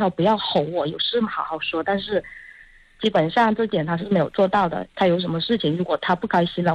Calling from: Guangxi, China; 我是广西的

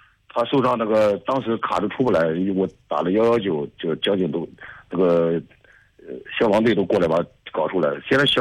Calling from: Qinyang, Henan, China; 我是河南焦作沁阳的。

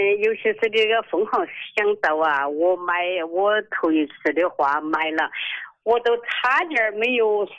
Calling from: Daqing, Heilongjiang, China; 我是大庆的，

